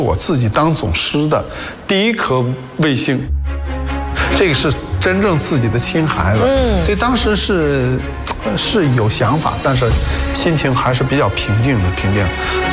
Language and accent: Chinese; Shaanxi, China; also born or lived in Shanxi; 我出生在山西，很小时候就到了陕西。